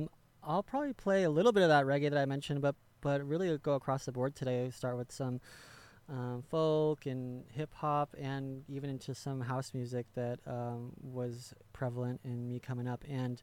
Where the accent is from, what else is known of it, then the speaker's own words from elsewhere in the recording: San Diego, California, United States; Growing up in San Diego was huge for us